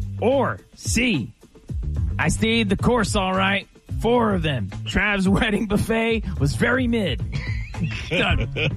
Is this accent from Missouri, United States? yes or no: yes; St. Joseph, Missouri, United States; I'm here. I'm here from St. Joseph, Missouri.